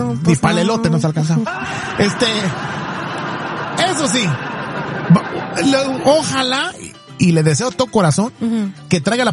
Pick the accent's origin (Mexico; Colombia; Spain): Mexico; now in United States